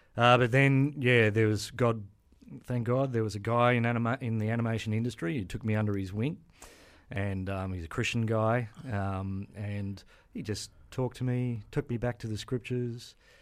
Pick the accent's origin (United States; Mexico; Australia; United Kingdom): Australia; Wangaratta, Victoria; born there; also born or lived in Central Coast, New South Wales; now in Gosford, Australia; I was born in Victoria, in Wangaratta.